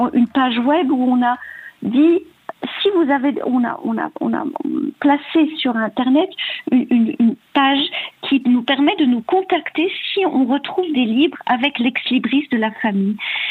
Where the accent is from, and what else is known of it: Geneva, Switzerland; born there